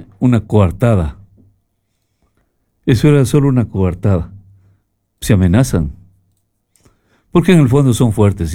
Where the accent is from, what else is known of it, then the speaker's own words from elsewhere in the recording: Ecuador; nosotros como ecuatorianos